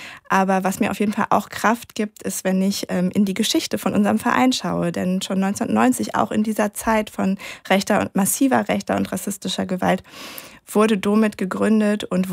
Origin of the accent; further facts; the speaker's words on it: Cologne, North Rhine-Westphalia, Germany; born there; Also ich bin tatsächlich Kölnerin, ich bin in Köln geboren. Mein Vater kommt aus dem Tschad, der ist in den 70er Jahren nach Deutschland gekommen, weil er vor dem Bürgerkrieg dort geflohen ist.